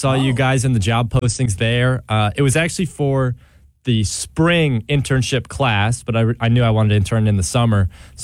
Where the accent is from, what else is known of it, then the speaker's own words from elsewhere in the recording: Libertyville, Illinois, United States; now in London, California, United States; I'm from Libertyville, Illinois, about an hour south of Milwaukee. I'm a senior at Western University in London, Ontario.